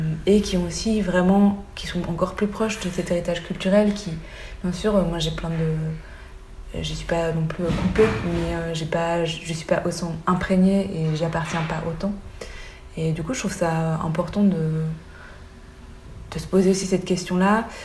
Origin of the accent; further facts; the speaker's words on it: Belgium; comme je suis belge